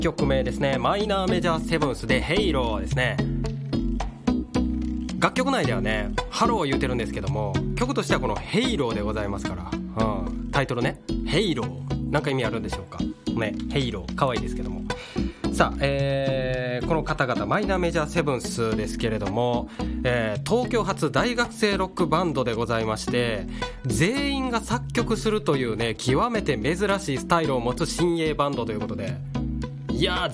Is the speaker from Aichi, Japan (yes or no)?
no; Kishiwada, Osaka, Japan; 僕の出身ね大阪岸和田市